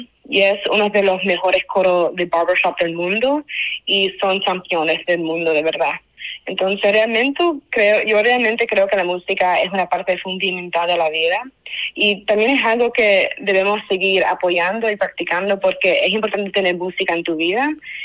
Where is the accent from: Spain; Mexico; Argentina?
Spain; Alicante, Valencian Community; Bueno, yo nací en España, yo nací en Alicante, pero mis dos padres son cubanos.